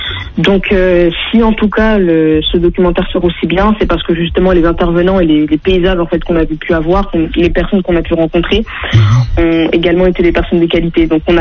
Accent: France; moved away as an adult; now in Martinique, France; Je suis née, j'ai grandi en Hexagone.

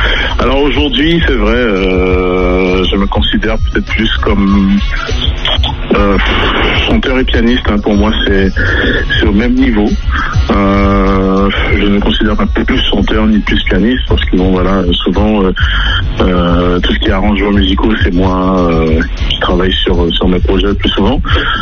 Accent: French Guiana; born there; Donc je suis né en Guyane, j'aurai bientôt 40 ans hein, d'ici la fin de l'année.

